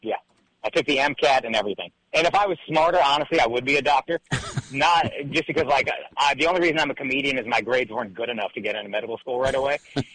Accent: India; you feel so stupid as an Indian going there and being like, oh, wow, not everybody's Indian.

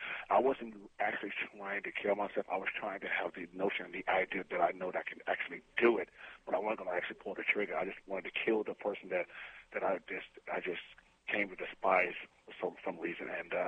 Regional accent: Dallas, Texas, United States; also born or lived in Oklahoma; I came from Dallas, Texas. I went to Oklahoma for 3 years, and I'm pretty much just a down-home country boy

